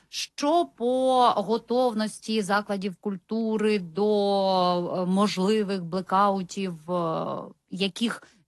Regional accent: Kyiv, Ukraine

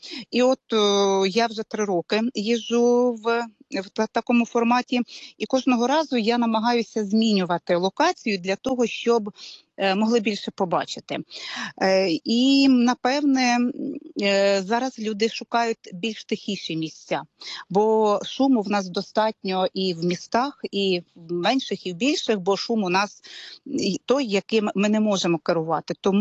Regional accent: Poltava, Poltava Oblast, Ukraine; Перше те, що у нас я з Полтави, і у нас прекрасне сполучення.

